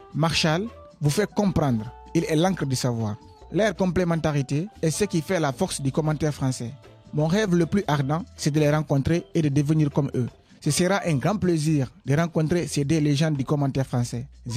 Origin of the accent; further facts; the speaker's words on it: Guinea; now in France; j'ai 16 ans, je viens de Guinée-Conakry.